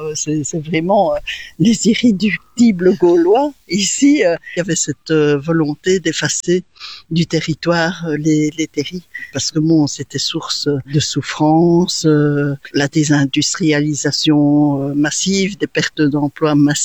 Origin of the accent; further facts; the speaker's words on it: Charleroi, Wallonia, Belgium; Donc donc moi je suis belge, ok, ça c'est bien, mais après moi je suis Carolo, Ah oui, non, moi je suis Carolo, hein.